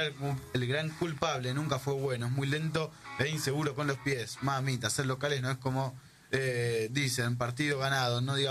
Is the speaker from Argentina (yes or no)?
yes; Pilar, Buenos Aires Province, Argentina